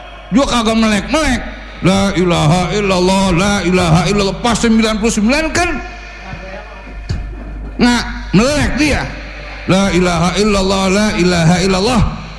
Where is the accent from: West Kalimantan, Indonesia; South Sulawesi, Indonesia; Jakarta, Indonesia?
Jakarta, Indonesia; kalau bahasa kampung kita orang Betawi bilang, disuruh terenin.